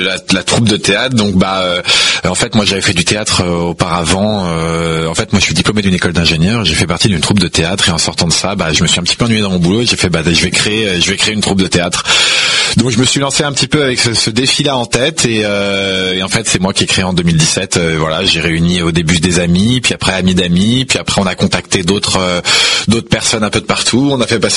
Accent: Meudon, Île-de-France, France; Alors moi je suis né à Meudon, donc dans le 92, j'ai toujours grandi en Île-de-France et j'ai toujours été en Île-de-France

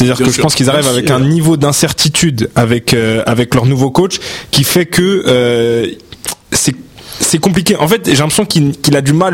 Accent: Morocco; je suis marocain

